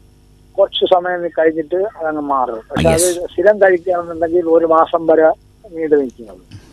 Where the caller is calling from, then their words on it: Pothencode, Kerala, India; പോത്തങ്കോട് നിന്നാണ് വിളിക്കുന്നത്.